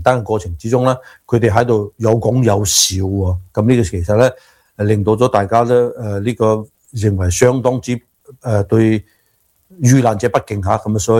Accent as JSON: {"language": "Cantonese", "country": "United States", "said": "咁其实邓月眉嘅事迹咧，系一个非常之好嘅榜样，系我哋身为华裔嘅美国人嘅好榜样吓。"}